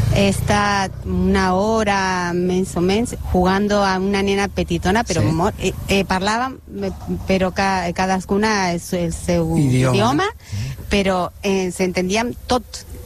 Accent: Argentina; Catalan is a second language; moved away as an adult; now in Catalonia, Spain; Sí, para mí soc argentina i he vingut perquè jo volia, no? Volia. Ha sigut la meva decisió i estic a Catalunya feliç i he decidit estar aquí.

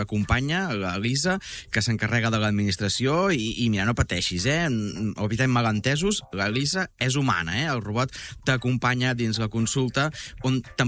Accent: Arenys de Munt, Catalonia, Spain; born there; now in Calella, Spain; Sóc nascut a Arenys de Munt, visc a Calella

